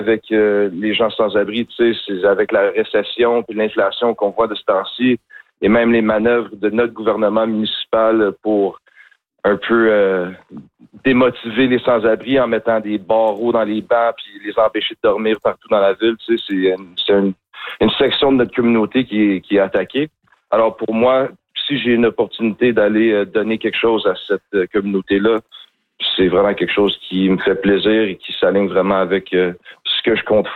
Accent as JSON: {"language": "French", "town": "Montreal", "region": "Quebec", "country": "Canada", "said": "Tu sais, moi, je viens de Saint-Henri. J'ai vécu autour de Saint-Henri les derniers 14 ans de ma vie."}